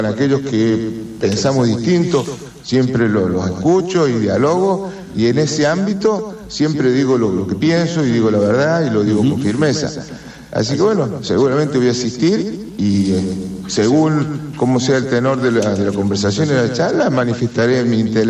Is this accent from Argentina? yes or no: yes; San Luis, Argentina; Yo vengo de la provincia de San Luis, donde siempre se gobernó con equilibrio fiscal.